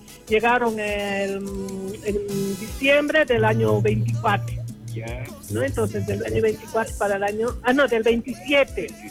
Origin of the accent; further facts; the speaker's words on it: Oruro, Bolivia; yo soy orureña. Soy orureña y también estudiada en ese colegio Magdalena Postel.